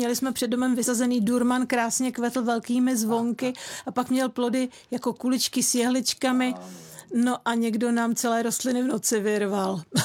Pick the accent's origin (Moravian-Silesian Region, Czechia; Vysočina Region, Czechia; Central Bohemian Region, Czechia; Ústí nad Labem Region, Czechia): Central Bohemian Region, Czechia; Takže, protože to u nás v Brdech teda, když jsme šli na borůvky, tak to tam hodně rostlo.